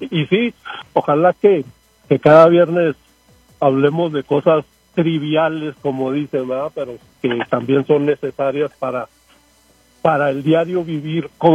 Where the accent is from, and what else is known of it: Ciudad Juárez, Chihuahua, Mexico; born there